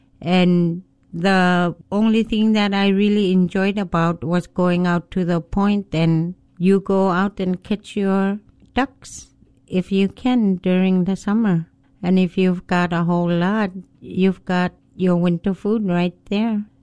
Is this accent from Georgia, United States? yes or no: no; Barrow, Alaska, United States; I'm originally from Barrow, Alaska.